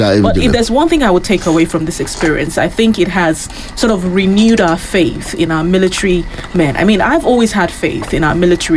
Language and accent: English; Nigeria; as a Nigerian